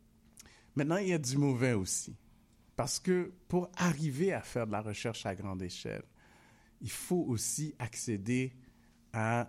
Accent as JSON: {"language": "French", "country": "Haiti", "tie": "born there", "said": "Parce qu'imaginez, moi, je suis né en Haïti."}